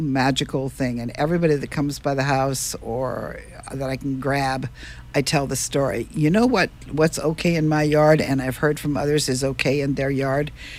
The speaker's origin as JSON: {"language": "English", "country": "Northern Mariana Islands", "tie": "born or raised there", "said": "and that's because I was raised in the Marianas and I've been through a few of these things."}